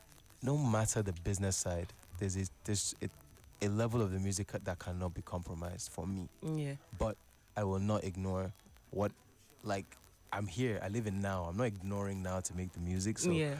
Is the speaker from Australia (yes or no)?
no; Nigeria; I feel like anybody who listens to … will get a sense that I'm from Africa, and if you're from Africa, you might get a sense I'm from Nigeria if you listen to the album.